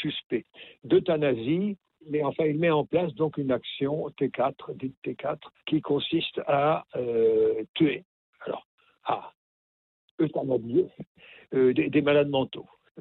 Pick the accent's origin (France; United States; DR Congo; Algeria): France; Normandy